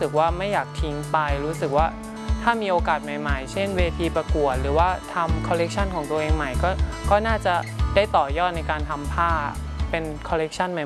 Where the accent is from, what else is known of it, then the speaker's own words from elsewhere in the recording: Sisaket, Thailand; เราจังหวัดเราอ่ะที่เป็นบ้านเกิดมีช้อยในนั้นมีเป็นตัวเลือกเป็นแบบว่าเขาเรียกอะไรเป็นกฎเป็นกฎในนั้นแบบว่าเอ้ยมีจังหวัด5พื้นที่นั้นซึ่งหนูมาจากศรีสะเกษ